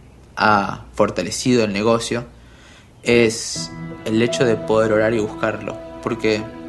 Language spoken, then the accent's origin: Spanish; Mendoza, Argentina; now in Buenos Aires, Argentina; tengo 21 años, soy de Mendoza y vivo en Buenos Aires, en Capital Federal.